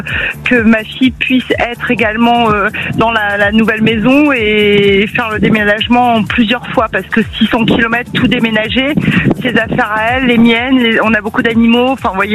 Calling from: Toulouse, Occitanie, France; je suis sur Toulouse également.

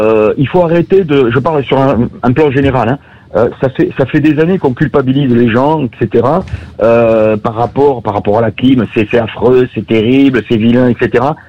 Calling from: Oloron-Sainte-Marie, Nouvelle-Aquitaine, France; J'habite à Oloron-Sainte-Marie, dans le Béarn.

